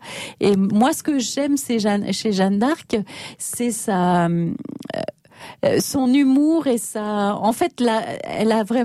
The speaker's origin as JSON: {"language": "French", "region": "Grand Est", "country": "France"}